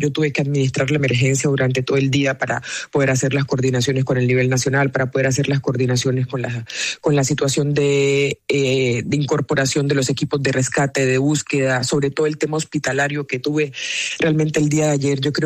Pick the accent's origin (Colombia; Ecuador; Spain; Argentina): Colombia; permítame por favor un minutico como gobernadora del Chocó, pero primero como colombiana